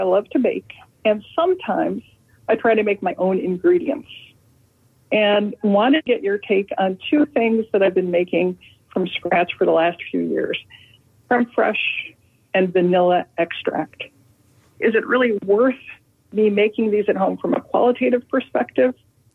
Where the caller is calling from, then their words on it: Orlando, Florida, United States; I'm calling from Orlando.